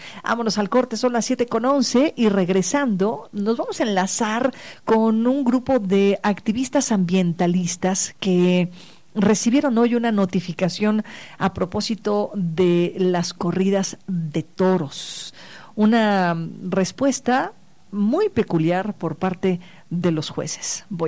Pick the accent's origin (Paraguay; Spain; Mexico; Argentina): Mexico; como mexicanos y mexicanas hay que reflexionar